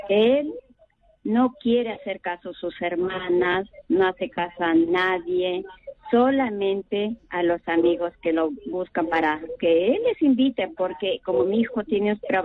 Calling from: Chiclayo, Lambayeque, Peru; soy de acá de Chiclayo.

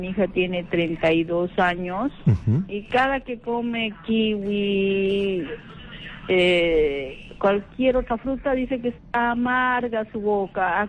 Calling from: Ica, Peru

